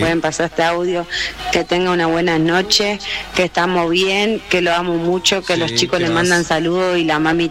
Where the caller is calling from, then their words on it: Rosario, Santa Fe, Argentina; Como siempre … de Rosario.